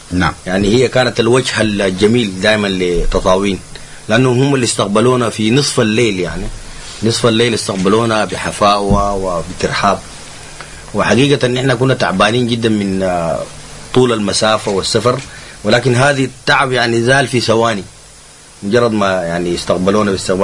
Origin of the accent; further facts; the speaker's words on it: Sudan; عندنا في السودان يسميها النقارة،